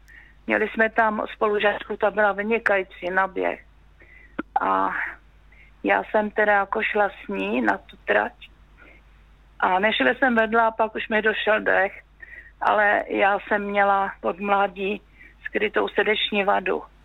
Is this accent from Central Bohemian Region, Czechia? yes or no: no; Horní Slavkov, Karlovy Vary Region, Czechia; also born or lived in Ostrava; Jsem se narodila sice v Ostravě, vyrostla jsem v západních Čechách, v Horním Slavkově, ale tak jsme se přestěhovali na malou vesničku.